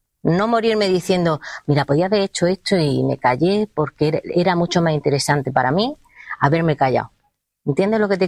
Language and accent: Spanish; Castilla-La Mancha, Spain; Claro, veníamos de La Mancha, y mi madre dijo, ¡ay, qué traje!